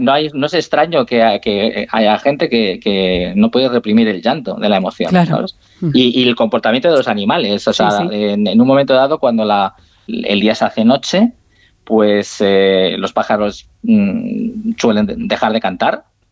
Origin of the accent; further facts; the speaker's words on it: Turmiel, Castilla-La Mancha, Spain; Bueno, yo en mi pueblo, como te decía antes